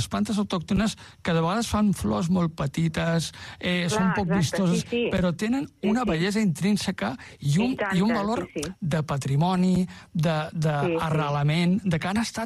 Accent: Tarragona, Catalonia, Spain; Jo he nascut a Tarragona, he viscut aquí pràcticament tota la vida.

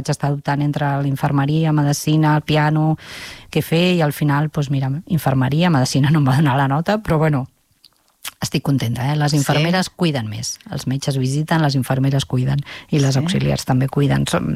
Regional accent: Barcelona, Catalonia, Spain; soc de Barcelona, vivíem al Guinardó amb la meva família, els meus pares i 6 germans més

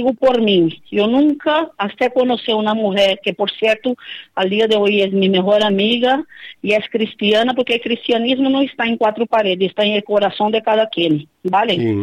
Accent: Brazil; É como eu tenho dito, eu vim de Brasil, de Zique Brasil

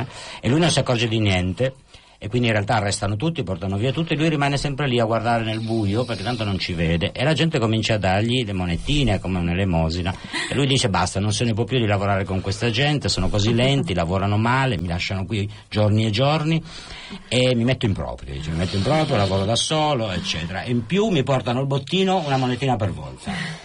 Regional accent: Turin, Piedmont, Italy; ma guardate che non sono di Palermo, cioè vengo da Torino, cioè...

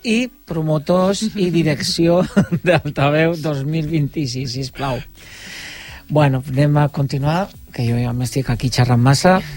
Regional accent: Sant Boi de Llobregat, Catalonia, Spain; Sí, però som de Sant Boi, i de Sant Boi cap a fora.

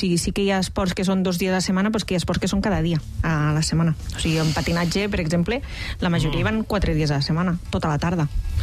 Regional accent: Cervera, Catalonia, Spain; jo que vinc de Cervera, però hi ha les que hi ha, no?

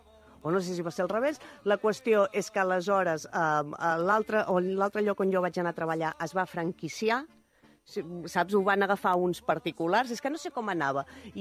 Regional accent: Mataró, Catalonia, Spain; Jo soc de Rocafonda, també, com el Lamin Yamal

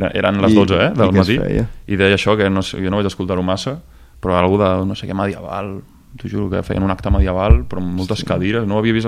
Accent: Caldes de Montbui, Catalonia, Spain; és el Castell de Montbui, jo sempre diré que és el castell del meu poble

